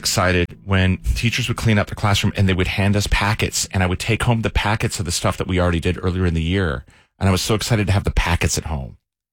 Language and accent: English; Columbia, Maryland, United States; moved away; I grew up in Maryland, Columbia, Maryland.